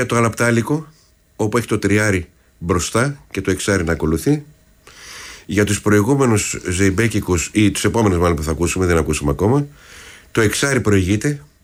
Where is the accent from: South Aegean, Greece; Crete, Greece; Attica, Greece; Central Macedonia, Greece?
Attica, Greece; Athens; Και έμαθα ότι είμαστε μουσικοί από την Αθήνα και ότι παίζουμε λαϊκά με μπουζούκια, με μπαγλαμάδες κτλ.